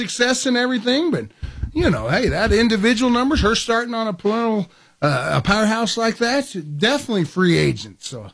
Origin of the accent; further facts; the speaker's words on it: Humble, Texas, United States; if Texas Tech's paying more and I'm from Humble, Texas, I'm going there.